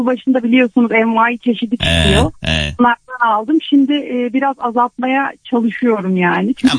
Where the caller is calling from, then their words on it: Tekirdağ, Turkey; Ben şu an İstanbul'dayım ama normalde Tekirdağ'dayım. Sık sık iş için gelip gidiyorum.